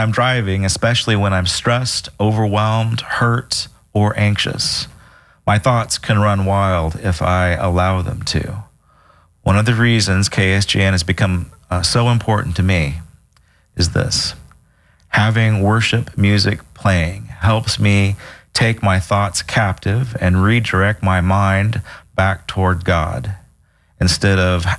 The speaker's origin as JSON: {"language": "English", "region": "Utah", "country": "United States", "tie": "born or raised there", "said": "Okay, I grew up in Utah in a Mormon home and was very involved in the Mormon faith until I was about 21."}